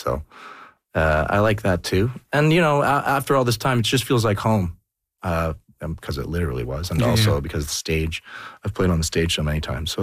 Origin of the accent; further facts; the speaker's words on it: Toronto, Ontario, Canada; I grew up in Toronto downtown. I took the subway a lot.